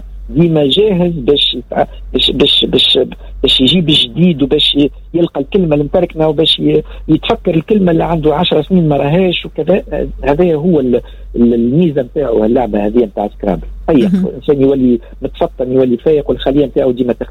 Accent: Tunis, Tunis Governorate, Tunisia; عندنا في تونس العاصمة.

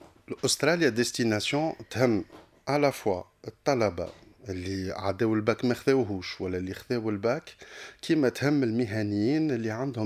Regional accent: Tunisia; عندنا في تونس

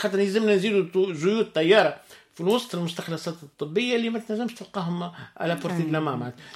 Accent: Tunisia; وعندنا في تونس

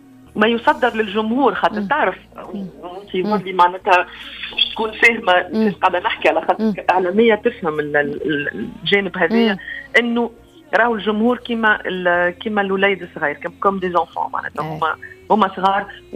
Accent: Tunisia; moved away; also born or lived in France; أنا كنت موجودة معناها سنوات في خارج تونس بفرنسا تحديدا وبعض البلدان الأخرى كذلك

